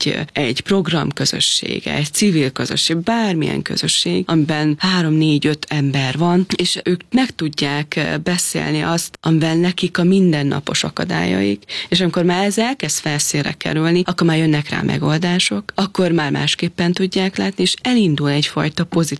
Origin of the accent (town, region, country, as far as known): Hungary